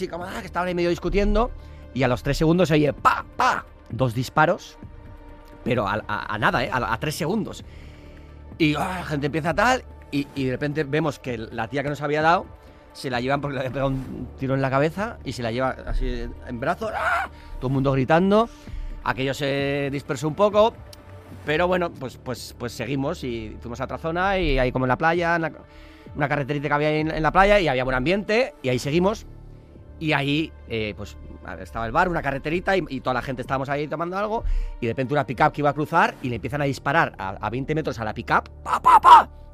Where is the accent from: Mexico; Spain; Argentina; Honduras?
Spain; San Sebastián, Basque Country